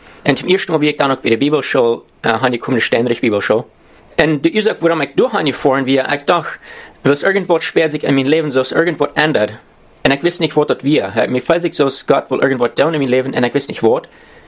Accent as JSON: {"language": "German", "region": "Ontario", "country": "Canada", "tie": "born or raised there", "said": "Ich komme von hierher. Ja, ich sehe geboren und abgewachsen in dieser Gegend. Zwischen Eden und Strafenville, du hast ich viele Jahre gewohnt."}